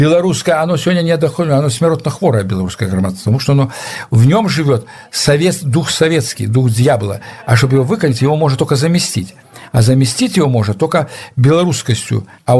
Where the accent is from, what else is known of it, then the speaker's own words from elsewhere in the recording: Belarus; Я доведался то, что я белорус первый раз, когда учился в этом, осмысленно, когда учился уже в институте, в МВТУ в Москве приехал